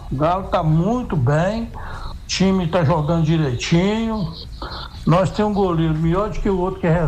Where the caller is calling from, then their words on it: Minas Gerais, Brazil; nós somos mineiros